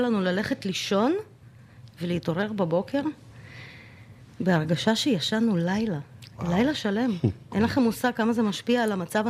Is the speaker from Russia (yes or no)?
no; Turkmenistan; now in Israel; אני בכלל עליתי ב-91, אני לא נולדתי ב... מאיפה? מטורקמניסטן